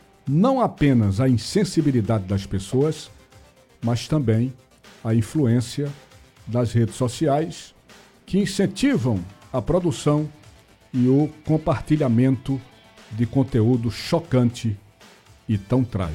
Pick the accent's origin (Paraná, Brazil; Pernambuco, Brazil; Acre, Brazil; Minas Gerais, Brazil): Pernambuco, Brazil; Olinda; em Olinda, a minha terra, onde eu moro